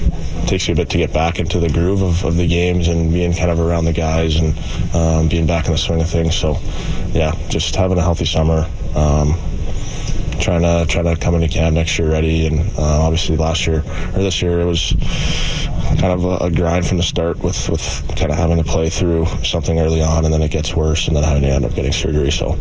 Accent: Western Canada, Canada; growing up in Western Canada

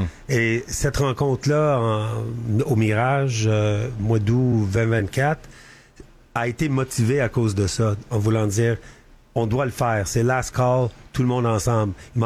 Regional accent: Montreal, Quebec, Canada; Je suis Montréalais, j'adore le sport, je suis joueur de hockey.

